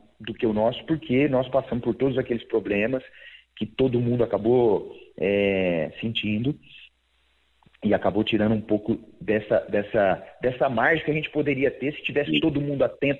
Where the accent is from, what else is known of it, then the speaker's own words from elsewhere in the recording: Brazil; nós, como brasileiros